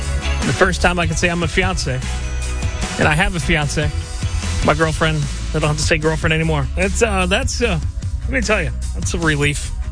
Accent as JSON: {"language": "English", "town": "Chicago", "region": "Illinois", "country": "United States", "tie": "born or raised there", "moved": "yes", "said": "Chicago as well, my hometown."}